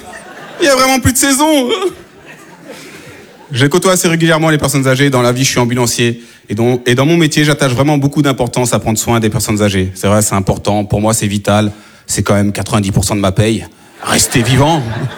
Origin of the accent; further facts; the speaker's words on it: France; born there; Je lui dis non madame, je suis pantillais, je suis d'origine malienne. Elle me dit c'est bizarre parce que vous parlez bien français. J'ai dit madame, si je parle bien français, c'est peut-être parce que je suis né en France